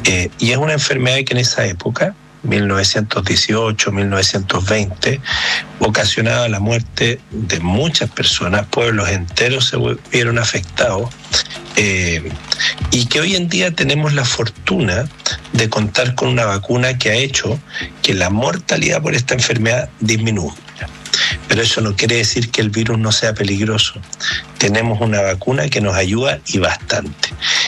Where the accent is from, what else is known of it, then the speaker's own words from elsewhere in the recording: Viña del Mar, Valparaíso, Chile; Yo en lo personal, como buen viñamarino, soy del Everton